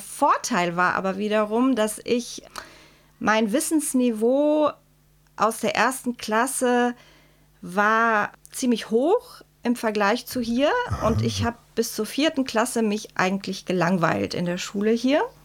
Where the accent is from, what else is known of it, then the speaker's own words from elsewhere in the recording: Lower Saxony, Germany; born there; German is a second language; wir waren auf dem Land praktisch in Niedersachsen, also das war nicht irgendwo in der Großstadt. Da gab es keine anderen Kinder mit Migrationshintergrund.